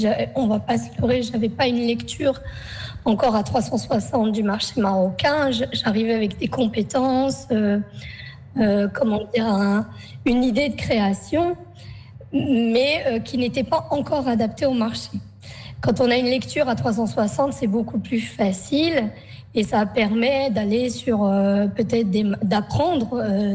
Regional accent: France; moi j'ai grandi en France avec mes parents, ma famille, des tantes ici, des cousins

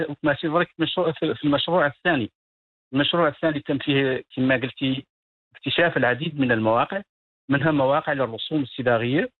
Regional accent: Moroccan Sahara, Morocco; عندنا في الصحراء

